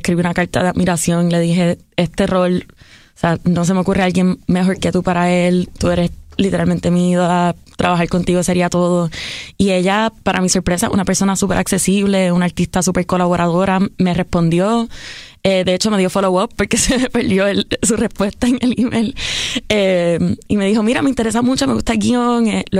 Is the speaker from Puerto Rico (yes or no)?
yes; Puerto Rico; accent: Caribbean dialect; somos un país mucho más pequeño, con un dialecto caribeño que supuestamente les cuesta